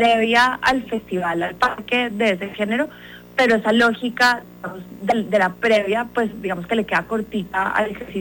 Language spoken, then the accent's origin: Spanish; Bogotá, Bogotá Capital District, Colombia; los bogotanos recordamos a la media torta